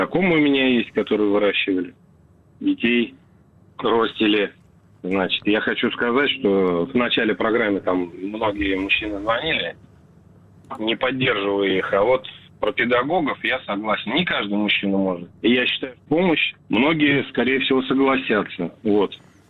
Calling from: Krasnodar Krai, Russia; also born or lived in Tomsk; Я звоню вам с Кубани. Раньше жил в городе Томск.

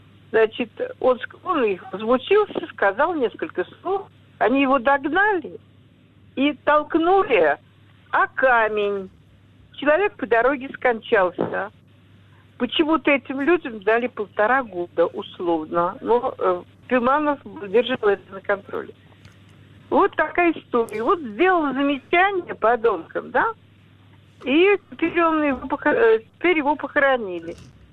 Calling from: Moscow, Russia; Я звоню из Москвы.

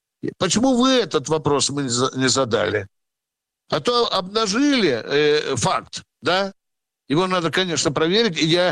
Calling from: Stavropol, Stavropol Krai, Russia; из Ставрополя.

